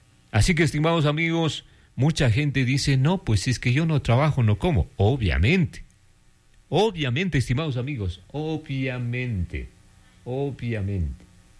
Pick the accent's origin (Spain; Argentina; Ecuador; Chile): Ecuador